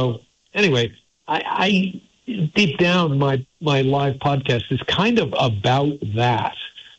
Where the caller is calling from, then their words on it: Montpelier, Vermont, United States; I'm calling in from Montpelier.